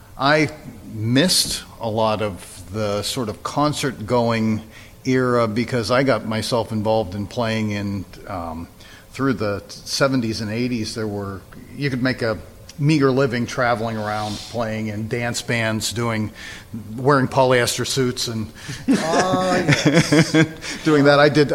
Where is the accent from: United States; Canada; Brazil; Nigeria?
United States; I was born and raised in Butler County.